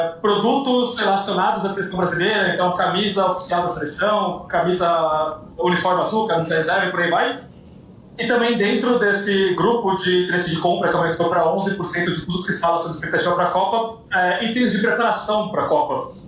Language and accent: Portuguese; Brazil; eu, como brasileiro fã de futebol